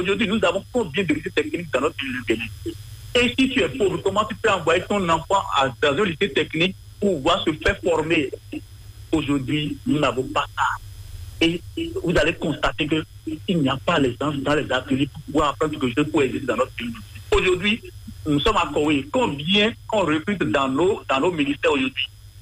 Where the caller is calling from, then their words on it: Benin; Vous convenez avec moi que actuellement dans notre pays, le Bénin